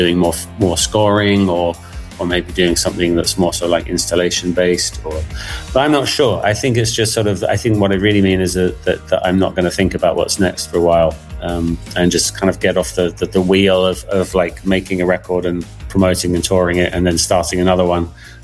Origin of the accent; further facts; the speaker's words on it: England, United Kingdom; Yeah, I think as an Englishman, I'm supposed to say tea